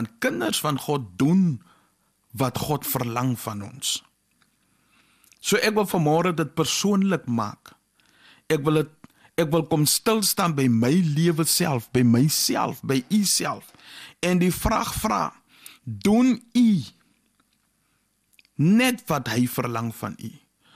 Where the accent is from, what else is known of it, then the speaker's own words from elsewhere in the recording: Namibia; Ons het in Namibië soos bevoorreg om te weet dat ons 95%+ is Christene.